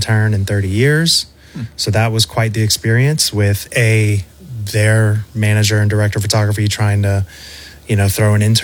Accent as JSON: {"language": "English", "town": "New Iberia", "region": "Louisiana", "country": "United States", "tie": "born or raised there", "said": "So I grew up in New Iberia, Louisiana, more specifically Cotto, Louisiana."}